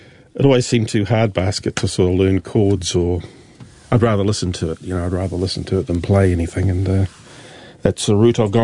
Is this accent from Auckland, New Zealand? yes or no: yes; Auckland, New Zealand; born there; for the first 5 years of my life, we lived in Te Aritu in Auckland, which was a fairly new subdivision then, mid to late 50s.